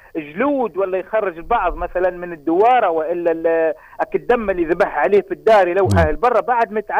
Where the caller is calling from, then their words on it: Kebili Governorate, Tunisia; تلفول من قبلي.